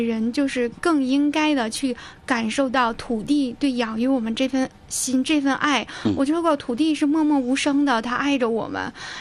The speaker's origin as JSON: {"language": "Chinese", "town": "Shulan", "region": "Jilin", "country": "China", "said": "家乡我们舒兰市的稻草"}